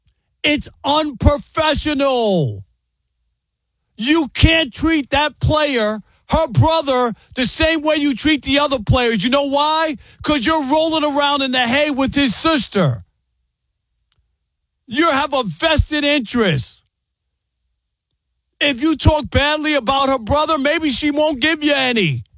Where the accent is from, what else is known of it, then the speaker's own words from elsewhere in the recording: New York, United States; now in Texas, United States; I grew up in New York, and I heard people, play-by-play people, talk about bad plays.